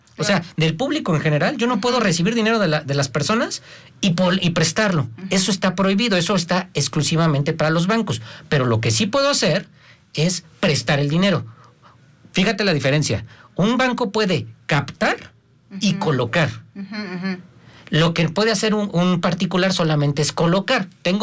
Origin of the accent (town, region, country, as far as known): Mexico